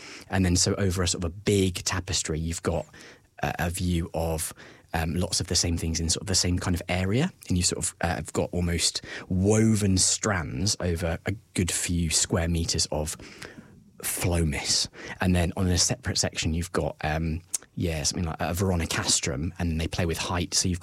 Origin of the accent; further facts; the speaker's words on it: England, United Kingdom; now in New Zealand; both of us growing up in England